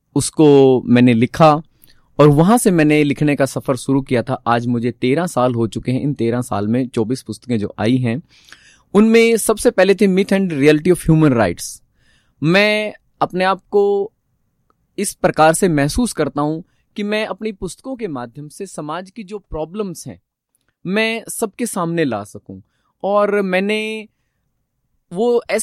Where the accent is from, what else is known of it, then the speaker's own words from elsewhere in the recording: Landa, Haryana, India; जी, मैं अम्बाला के नियर गांव लंढा जो अम्बाला डिस्ट्रिक्ट में ही है वहाँ पे जन्म हुआ और मेरी स्कूलिंग मेरे गांव में ही 10th का स्कूल है वहाँ से हुई है।